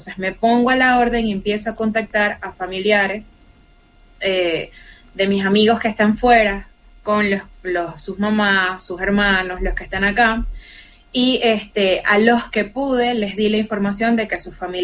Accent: Venezuela; una vez más, como venezolana, el corazón se me volvió mil pedazos.

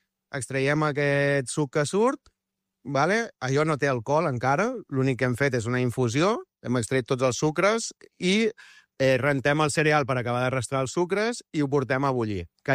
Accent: Arenys de Mar, Catalonia, Spain; Arenys de Mar, sempre. Capital de l'Almaresma.

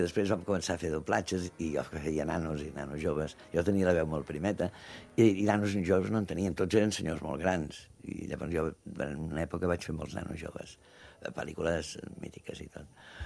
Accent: Catalonia, Spain

